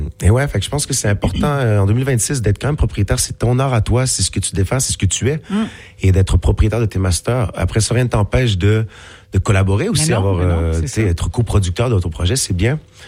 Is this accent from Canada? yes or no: yes; Quebec City, Quebec, Canada; Et chez moi, à Québec, je viens de Québec.